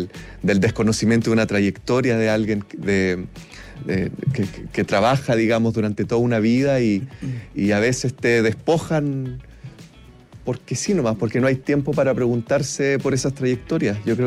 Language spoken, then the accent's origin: Spanish; Concepción, Biobío, Chile; Bueno, varios de los miembros de la compañía somos de región. Ya creo que lo mencioné recién, pero yo soy de Concepción.